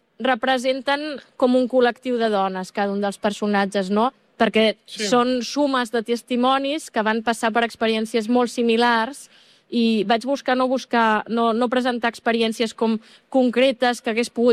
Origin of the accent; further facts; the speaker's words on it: Catalonia, Spain; now in Berlin, Germany; Doncs soc autora catalana, faig còmics i així